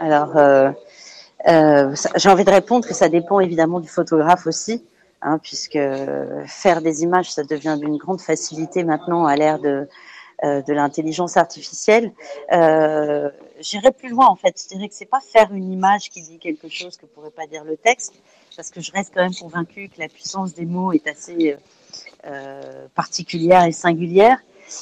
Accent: France; now in Tangier, Morocco; j'ai grandi en France

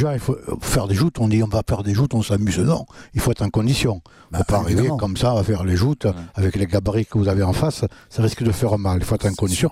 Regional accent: Le Dramont, Provence-Alpes-Côte d'Azur, France; Alors, c'est vrai que moi, je suis natif du Dramont. Je suis né au Dramont.

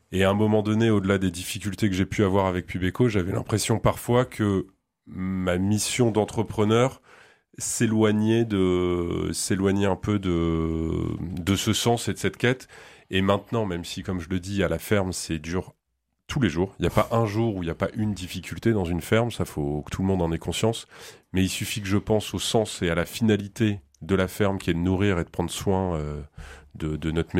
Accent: Hauts-de-France, France; accent: ch'ti; mais moi, je suis ch'ti.

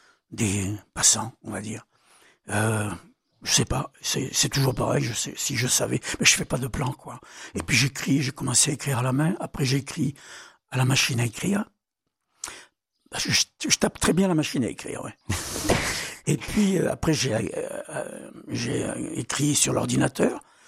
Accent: Avignon, Provence-Alpes-Côte d'Azur, France; born there; also born or lived in Marseille

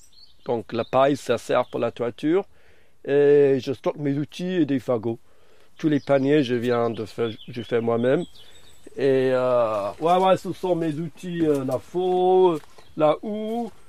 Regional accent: Brittany, France; accent: Breton; French is a second language; J'ai appris le français en Bretagne.

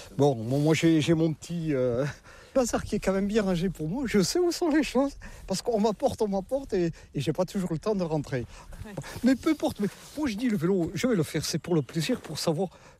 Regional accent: Landes, Nouvelle-Aquitaine, France; moved away as an adult; Donc, comme vous l'entendez, je ne suis pas de la région, hein, je ne vais pas vous dire. Avec mon accent, je ne suis pas du nord de la Loire, hein, non. Je suis des Landes, du pays de Saint-Vincent-de-Paul. Je suis rentré en fin 89.

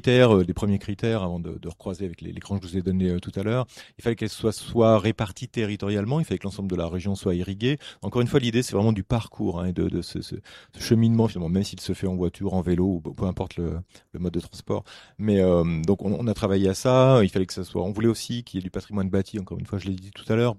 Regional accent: Auvergne-Rhône-Alpes, France; Ça n'a aucun effet direct sur le choix, mais moi je suis originaire de l'Allier, donc je connais bien ce site

